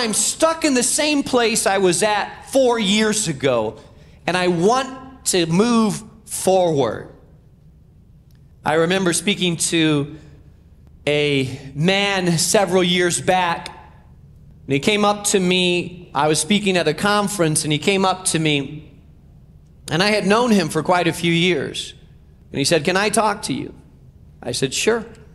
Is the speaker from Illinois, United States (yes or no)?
yes; Chicago, Illinois, United States; we're from Chicago